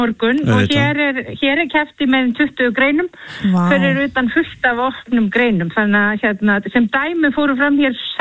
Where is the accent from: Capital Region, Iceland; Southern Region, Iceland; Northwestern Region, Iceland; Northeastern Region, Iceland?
Capital Region, Iceland; Kópavogur; Ég nú bara aln upp í íþróttarhreyfingunni í Kópavogi í fimleikahreyfingunni hjá Gesplu